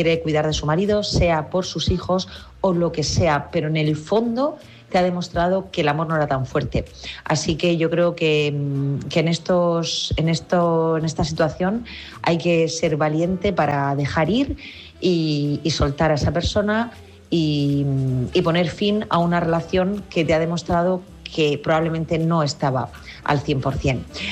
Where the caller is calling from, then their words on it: Murcia, Region of Murcia, Spain; corresponsal de Murcia.